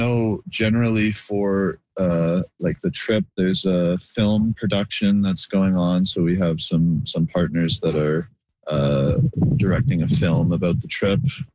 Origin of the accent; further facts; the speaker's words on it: Toronto, Ontario, Canada; I mean, I'm not a big city person, despite the fact that I'm from Toronto.